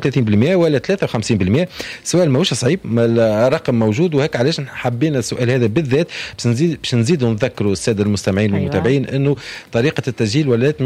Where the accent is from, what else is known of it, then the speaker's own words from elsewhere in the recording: Tunisia; احنا عندنا في تونس برشا جامعات